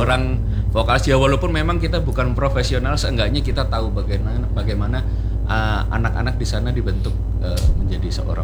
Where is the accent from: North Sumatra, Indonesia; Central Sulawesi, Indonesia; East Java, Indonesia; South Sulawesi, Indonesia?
East Java, Indonesia; Saya aslinya Jawa Timur.